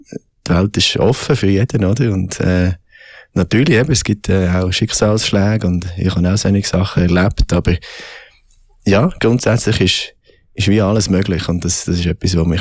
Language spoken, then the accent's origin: German; Bern, Switzerland; born there; also born or lived in Zürich; Ich bin in Bern geboren, genau. Bin dann bis im Kindergarten bei da gewesen. Mein Vater ist Pfarrer, meine Mutter Lehrerin. Und ja, eigentlich die grosse Änderung ist gewesen, wo wir dann ins Zürichbiet sind gezügelt.